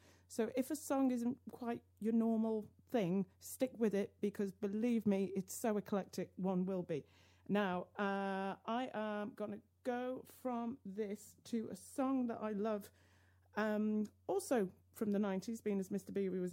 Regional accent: Wales, United Kingdom; As a Welsh woman

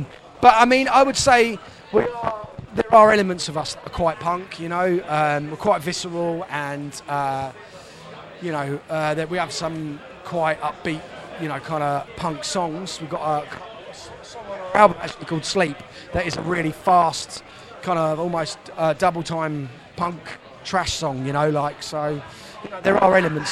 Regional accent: London, United Kingdom; moved away as an adult; now in Southend, United Kingdom; I grew up in London

